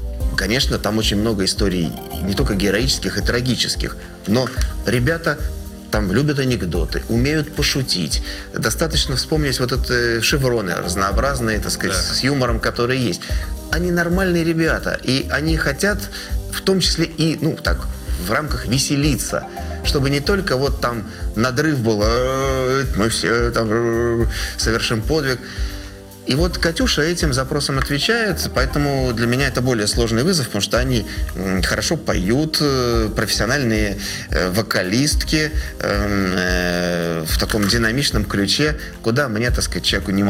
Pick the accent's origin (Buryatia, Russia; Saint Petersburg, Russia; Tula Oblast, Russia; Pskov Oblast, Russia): Saint Petersburg, Russia; я коренной ленинградец. Папа у меня ребенок блокадного Ленинграда был, бабушка блокаду пережила.